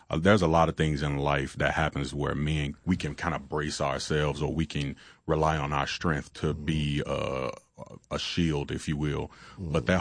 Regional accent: Chattanooga, Tennessee, United States; being a young black male growing up in Chattanooga, single mom.

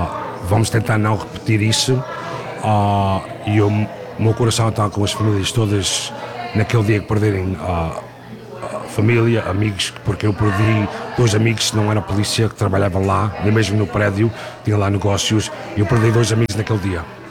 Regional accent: Portugal; now in Newark, United States; Temos restaurantes, lojas, pastelarias, padarias, tudo portuguesas. Eu até sou português.

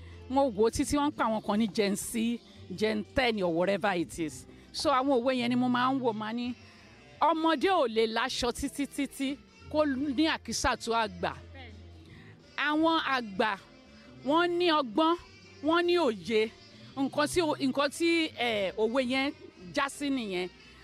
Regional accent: Abeokuta, Ogun, Nigeria; Bẹ̀tí ibi tí mo ti wá Abẹ́òkúta ni ẹ̀fọ́ ta máa ń jẹ́ bẹ̀, wọ́n pe ní ẹ̀fọ́ gbúre, that is water leaf.

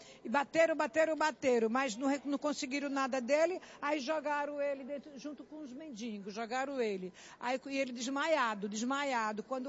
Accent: Itapevi, São Paulo, Brazil; Eu venho de Itapevi.

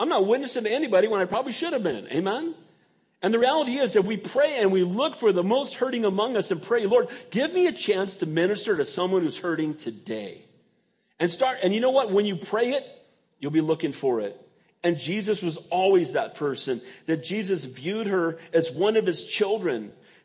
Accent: San Bernardino, California, United States; born there; I said, you know, I was born in San Bernardino.

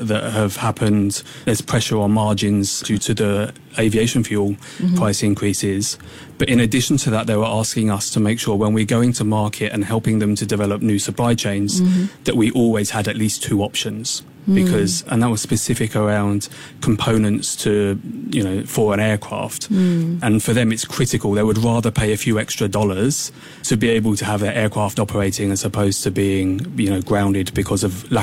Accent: England, United Kingdom; accent: English; You may tell from my accent, I will 100% be cheering for England

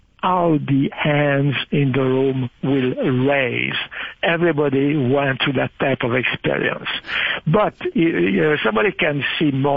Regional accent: Sainte-Justine, Quebec, Canada; Yes, it was. It was like this. There was, as I tell in the story, there was the church, the school, and the skating rink.

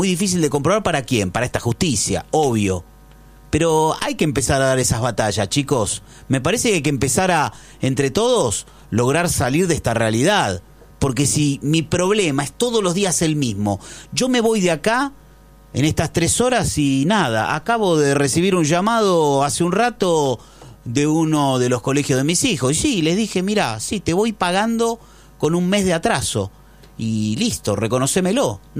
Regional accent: Argentina

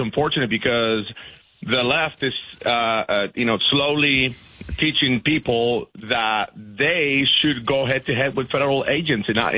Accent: Georgia, United States; I grew up in Georgia, you know, 30 years ago, I was growing up in Georgia

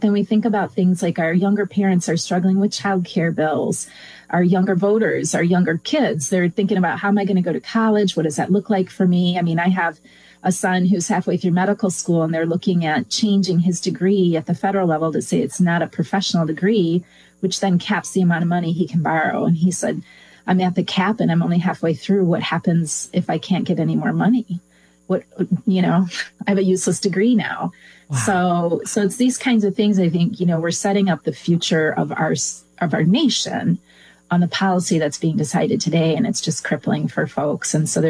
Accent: Michigan, United States; So I grew up in West Michigan, typical blue collar family.

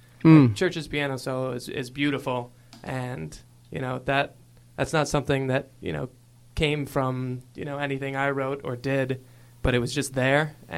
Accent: Syracuse, New York, United States; I'm from Syracuse, New York.

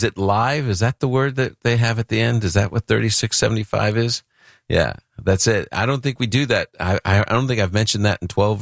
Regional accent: Grand Rapids, Michigan, United States; weeks in Grand Rapids, my hometown right now.

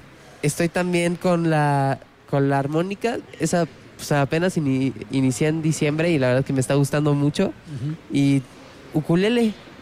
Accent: Querétaro, Mexico; Tengo 15 años y soy orgullosamente queretano.

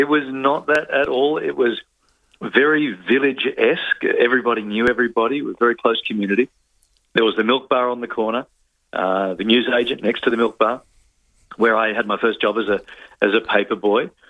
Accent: Sydney, New South Wales, Australia; also born or lived in Melbourne; I was born in Melbourne. And then when Dad's post had finished down there a few months later, we all sort of, got on the train and came back to Sydney.

